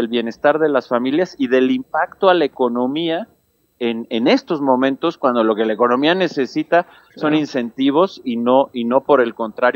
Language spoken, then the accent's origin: Spanish; Mexico